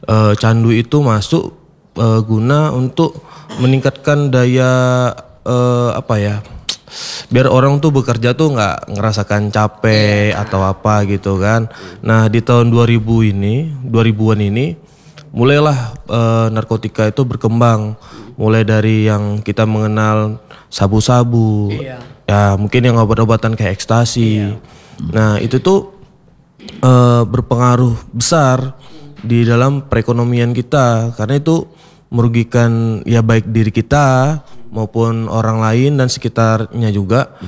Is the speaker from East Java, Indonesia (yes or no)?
no; Riau, Indonesia; Saya dari Riau, Pak. Jadi pernah punya tetangga yang memang dia tuh pengguna, penyalahguna.